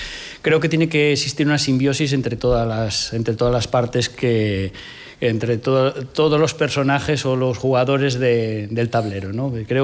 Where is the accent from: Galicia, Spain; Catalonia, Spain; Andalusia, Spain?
Galicia, Spain; Ribadeo; no solo en Asturias, sino yo soy limítrofe, soy del Ayuntamiento de Ribadeo, en Galicia manejamos los mismos datos